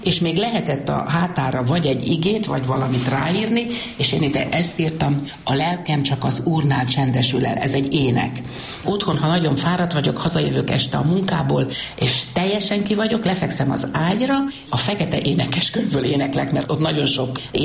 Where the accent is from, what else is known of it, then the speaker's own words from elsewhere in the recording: Hungary; moved away as an adult; now in Switzerland; jövőre lesz 50 éve, hogy itt élek. És annyira, de annyira magyar vagyok